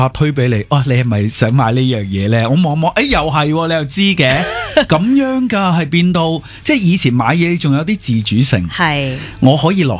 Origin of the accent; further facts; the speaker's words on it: Guangzhou, Guangdong, China; moved away as an adult; now in Hong Kong; 土生土长嘅海珠人嚟嘅